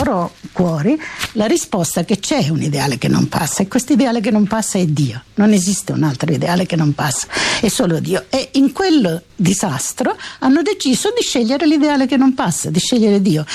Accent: Calabria, Italy; moved away as an adult; ero la primogenita, quindi la femmina, la figlia femmina, che in un certo senso in Calabria non era ben vista

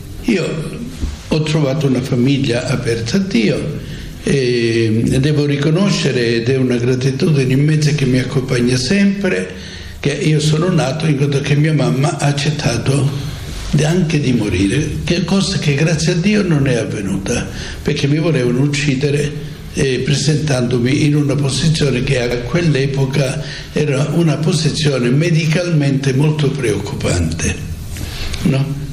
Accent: Santa Severina, Calabria, Italy; perché da bambino sono cresciuto a Santa Severina.

